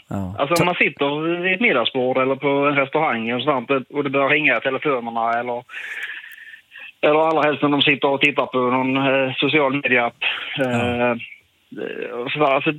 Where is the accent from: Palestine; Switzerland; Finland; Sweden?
Sweden; Det som händer med mig, jag är ju typisk svensk